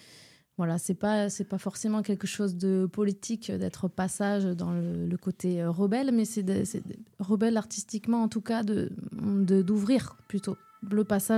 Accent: Occitanie, France; je suis originaire d'ici, pas de Rabastens, mais de pas bien loin.

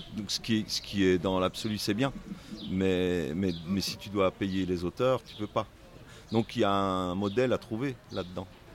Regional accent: Belgium; Alors, je suis belge.

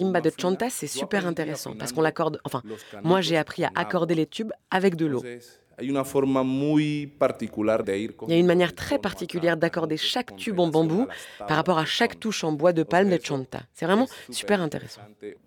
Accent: Guapi, Cauca, Colombia; now in Cali, Colombia; Et le fait que j'ai quitté Guapi pour m'installer à Cali ne veut pas dire que j'ai arrêté d'être originaire de Guapi pour devenir originaire de Cali.

